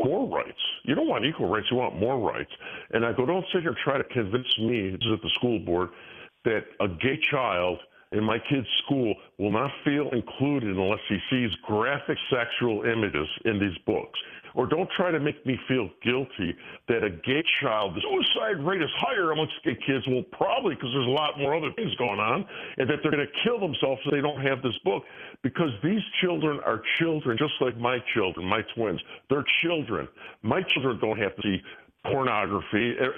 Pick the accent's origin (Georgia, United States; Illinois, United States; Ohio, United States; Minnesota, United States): Illinois, United States; Hometown; southwest side of Chicago. I went to Oak Lawn High School. You got Bridgeview, Oak Lawn, and Hometown. I grew up in Hometown.